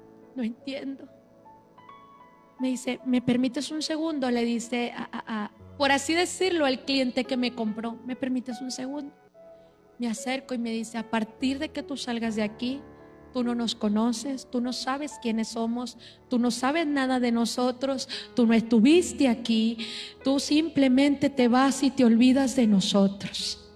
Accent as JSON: {"language": "Spanish", "town": "Monterrey", "region": "Nuevo León", "country": "Mexico", "said": "Nos hablábamos de usted porque yo hablaba como colombiana. Por eso hoy en la actualidad muchas veces estoy en algunos lugares y la gente me pregunta: pues ¿de dónde eres? Soy de Monterrey, Nuevo León."}